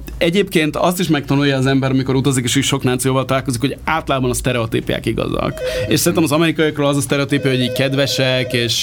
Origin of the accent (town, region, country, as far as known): Hungary